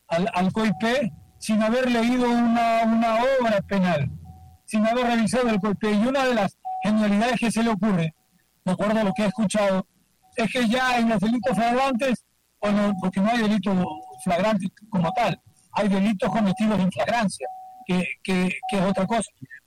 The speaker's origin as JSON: {"language": "Spanish", "country": "Ecuador"}